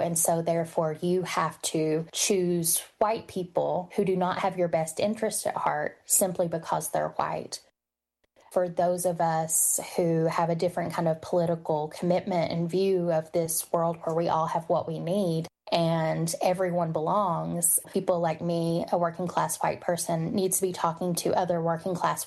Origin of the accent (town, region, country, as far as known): Appalachia, United States